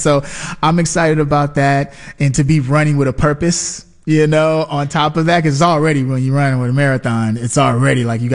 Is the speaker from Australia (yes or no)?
no; Chicago, Illinois, United States; moved away; I got to do Chicago, you know, my hometown